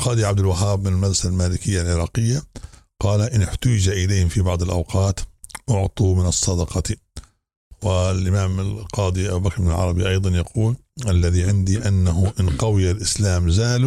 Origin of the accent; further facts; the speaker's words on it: Libya; وهذا عندنا باب غايب عندنا في ليبيا حقيقة جانب الدعوة